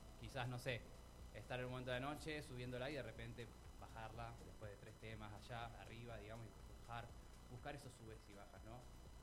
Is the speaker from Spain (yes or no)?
no; Argentina; yo soy de Buenos Aires, más o menos a los 14, muy pibito, empecé a salir a Pinar de Rocha